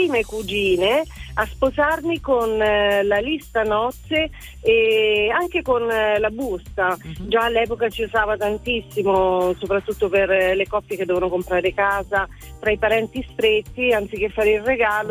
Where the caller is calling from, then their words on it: Bolsena, Lazio, Italy; sono di Bolsena, provincia di Viterbo